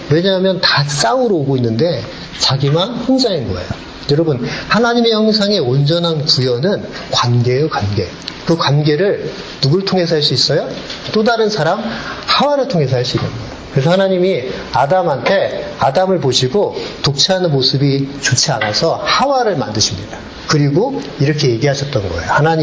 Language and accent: Korean; South Korea; 그래서 제가 한국 사람이니까 그게 느껴져요.